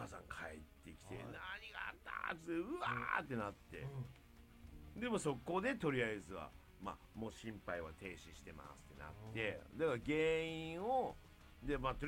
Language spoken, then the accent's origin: Japanese; Oita, Japan; born or raised there; accent: Oita dialect